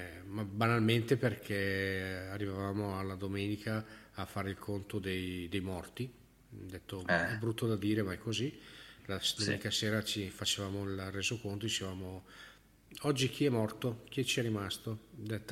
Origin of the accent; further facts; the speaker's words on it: Bergamo, Lombardy, Italy; io sono di Bergamo